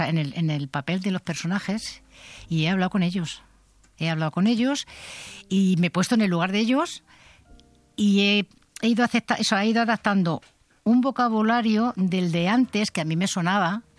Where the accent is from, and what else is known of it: Castilla-La Mancha, Spain; born or raised there